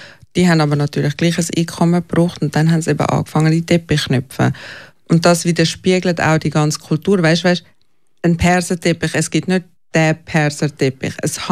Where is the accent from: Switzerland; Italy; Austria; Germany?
Switzerland; Und es war schon eine ständige Angst gewesen, aber mehr als Schweizer, wo man Angst hat, dass man nichts Falsches macht, damit einem ja nichts passiert mehr.